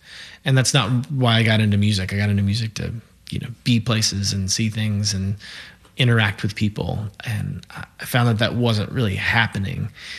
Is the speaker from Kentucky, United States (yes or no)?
yes; Lexington, Kentucky, United States; my hometown, Lexington, Kentucky